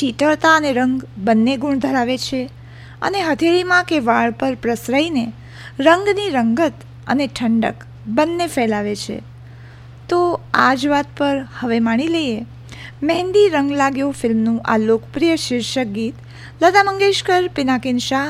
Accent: Gujarat, India; એક ગુજરાતી તરીકે

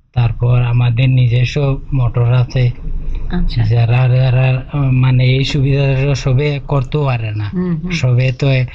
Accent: Gokulnagar, Bangladesh; born there; হ্যাঁ, আমার তো জন্মসূত্রে এইখানে

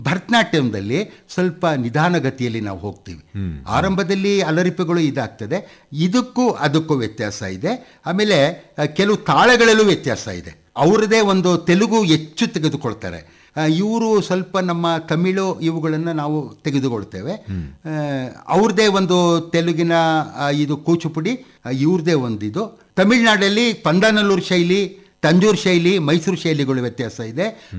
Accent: Shivamogga, Karnataka, India; born there; first language Kannada; ಶಿವಮೊಗ್ಗದಲ್ಲಿ ನಾನು ಓದಬೇಕಾದ್ರೆ

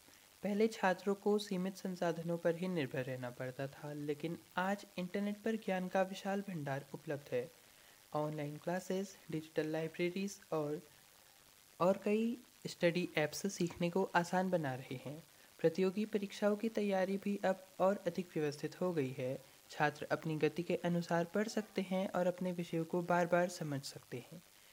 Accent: Almora, Uttarakhand, India; और मैं यहीं अल्मोड़ा का रहने वाला हूँ।

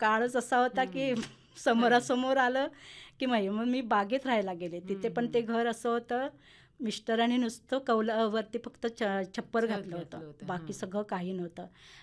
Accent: Rajapur, Maharashtra, India; moved away as an adult; now in Agave, Lanja, India; माझं माहेर राजापूर.

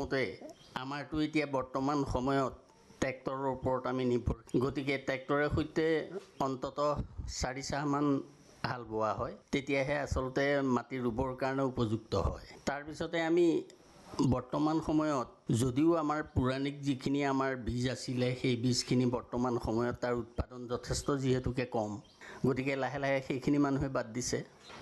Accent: Putani Kamar Gaon, Assam, India; মোৰ ঘৰ হৈছে পুতনি কমাৰ গাঁও।

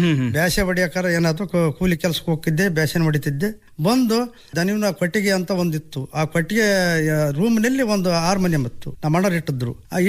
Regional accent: Nirthadi, Karnataka, India; ದಾವಣಗೆರೆ ಜಿಲ್ಲೆ, ಆನಗೋಡು ಹೋಬಳಿ, ಮಾಯಕೊಂಡ ಕ್ಷೇತ್ರ, ಆಮೇಲೆ ನೀರ್ತಡೆ ವಾಸವಾಗಿ ಸ್ಥಳೀಯಾಗಿ ಅದೀವ್ ಸಾಹೇಬ್ರೆ.

